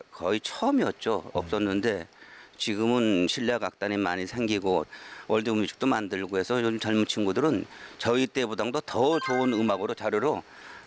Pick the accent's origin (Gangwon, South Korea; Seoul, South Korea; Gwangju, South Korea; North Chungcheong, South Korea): North Chungcheong, South Korea; Yeongdong; 그래서 제가 어릴 때부터 마스게임이나 그 축제에 참석을 하다 보니까 자연스럽게 그 국악을 접하게 됐고